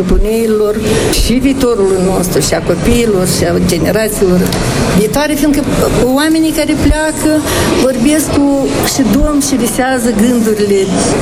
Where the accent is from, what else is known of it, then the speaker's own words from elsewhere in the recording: Micleușeni, Strășeni District, Moldova; also born or lived in Seliște, Nisporeni; now in Poșta Veche, Moldova; M-am născut în Seliște, Nisporeni, dar am copilărit în Micleușeni, lângă Dolna, câțiva kilometri